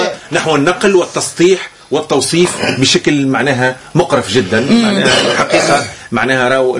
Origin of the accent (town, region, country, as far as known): Tunisia